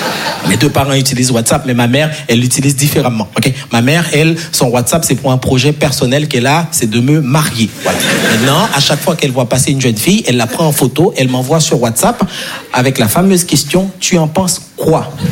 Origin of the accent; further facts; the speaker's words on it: Haiti; moved away; Je vais pas vous mentir parce que je suis né et grandi en Haïti. Et en Haïti, on n'a pas les quatre saisons.